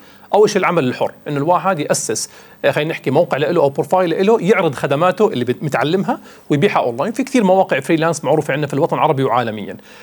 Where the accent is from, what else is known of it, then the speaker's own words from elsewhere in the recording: Jordan; عندنا في الأردن